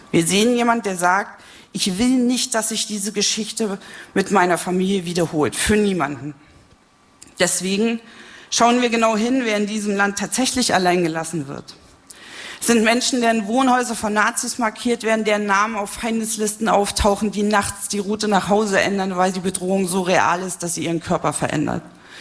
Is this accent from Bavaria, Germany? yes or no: no; Jena, Thuringia, Germany; Die Abwandlung dieses Brecht-Zitats steht in meiner Heimatstadt Jena an der Wand der Wirkungsstätte eines sehr lieben, aber leider verstorbenen Freundes